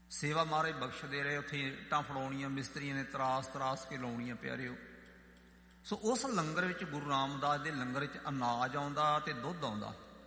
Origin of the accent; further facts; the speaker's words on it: Punjab, India; ਇਹਨਾਂ ਦਾ ਭੂਰੇ ਕੋਨੇ ਮੇਰਾ ਪਿੰਡ ਝਾਮਕਾ ਮਾਣੋ ਚਾਲ, ਅਤੇ ਸਾਡੇ ਤੋਂ ਕੋਈ 10 ਕਿਲੋਮੀਟਰ 'ਤੇ ਝਬਾਲ, ਅਤੇ ਝਬਾਲ ਤੋਂ 1 ਕਿਲੋਮੀਟਰ ਅੱਗੇ ਬਾਬਾ ਬੁੱਢਾ ਸਾਹਿਬ ਦੀ ਬੀੜ।